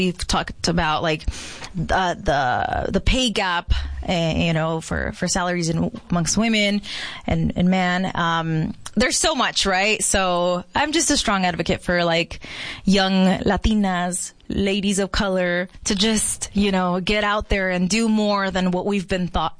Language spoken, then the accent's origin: English; Yuma, Arizona, United States; So it was very meaningful, also because I grew up in Yuma. I grew up going to Circle K and then like looking at the newspaper, and it was the Yuma Sun.